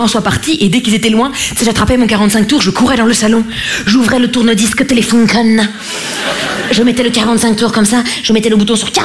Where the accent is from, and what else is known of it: Grand Est, France; accent: Vosges